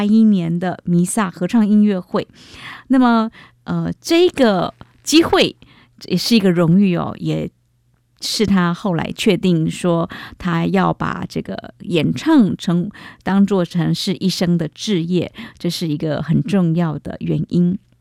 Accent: Taiwan

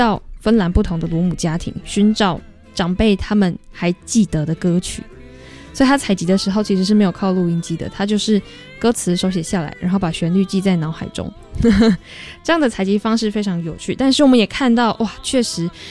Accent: Taiwan; 身为台湾人的我们也是。

